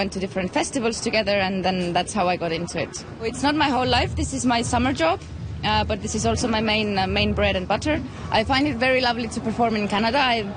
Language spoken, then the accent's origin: English; Estonia; I'm a circus performer and a street performer, and I come from Estonia.